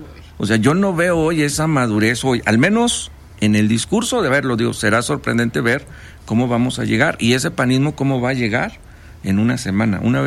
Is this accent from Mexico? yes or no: yes; San Luis Potosí, Mexico; yo creo que todos somos potosinos